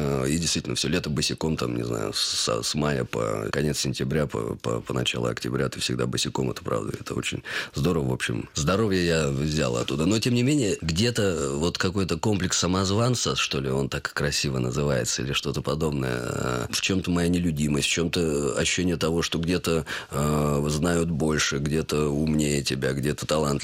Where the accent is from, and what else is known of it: Altai Krai, Russia; born or raised there; moved away